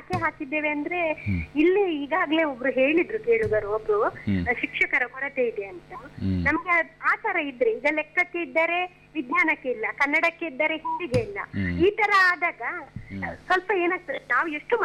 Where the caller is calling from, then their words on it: Udupi, Karnataka, India; ಉಡುಪಿಯಿಂದ ಸರ್.